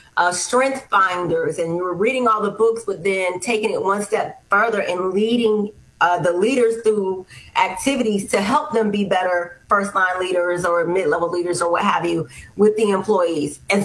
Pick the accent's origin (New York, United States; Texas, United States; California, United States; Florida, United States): Florida, United States; Miami; Well, I'm originally from Miami, Florida. So I like to call Miami home. My father was in the military, and I was a military brat, so we did travel aro